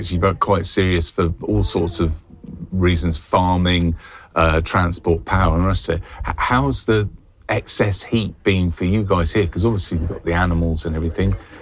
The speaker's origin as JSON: {"language": "English", "country": "United Kingdom", "said": "Well, obviously, the topic that we have to talk about, because we're British, is the weather."}